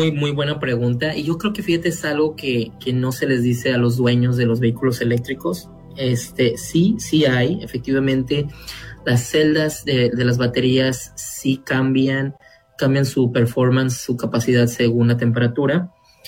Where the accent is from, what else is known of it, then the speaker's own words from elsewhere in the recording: Pachuca, Hidalgo, Mexico; moved away as an adult; also born or lived in Monterrey, Nuevo León / Guadalajara, Jalisco; now in United States; yo soy oriundo de Idapan, estudié la secundaria ahí en Pachuca, la preparatoria también, ahí y de ahí me moví para la Universidad de Nuevo León.